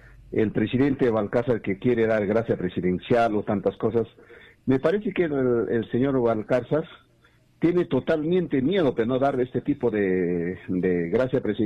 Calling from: Peru; desde Chulpas de Huancarari, un lugar ya cerca de frontera con Bolivia.

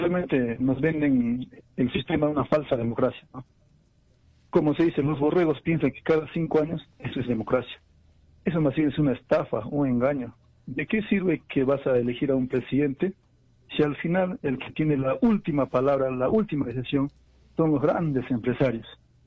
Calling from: Juliaca, Puno, Peru; de Juliaca

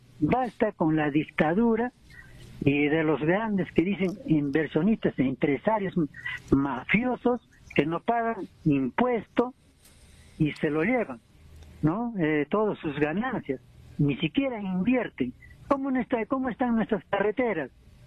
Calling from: Peru; yo digo como ciudadano peruano, no me voy a escaparme, no me voy a otro sitio

